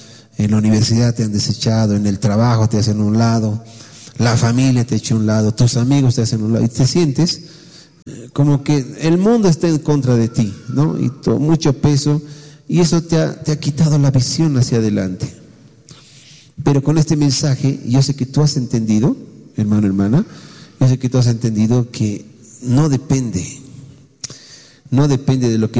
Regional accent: Bolivia; la mayoría de los que estamos aquí somos bolivianos.

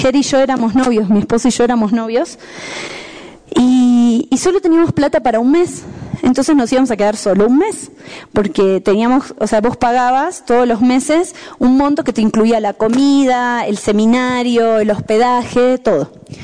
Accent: La Paz, Bolivia; born there

